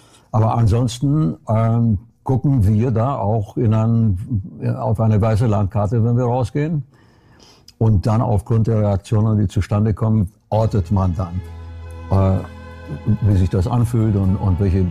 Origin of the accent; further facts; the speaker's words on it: Brașov, Brașov County, Romania; now in Germany; Ich bin geboren in Kronstadt in Rumänien im Karpatenbogen. Und das ist vielleicht nicht ganz so hoch, aber auch gebirgig.